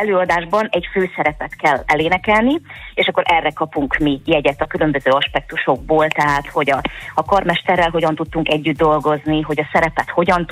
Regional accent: Szentes, Csongrád-Csanád, Hungary; én szentesi születésű vagyok

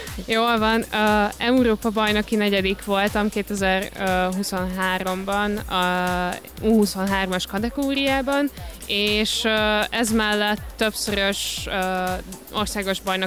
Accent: Pécs, Baranya, Hungary; pécsi vagyok

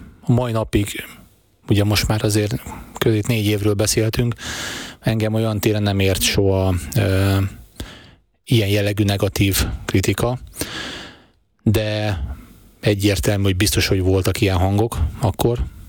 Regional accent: Pécs, Baranya, Hungary; moved away as an adult; now in Nyíregyháza, Hungary; én pécsi vagyok

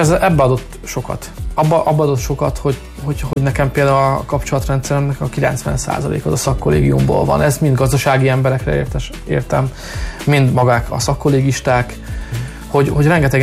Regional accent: Hungary; én roma származású vagyok, attól még én ugyanúgy magyar vagyok, ugyanúgy szeretem a hazámat

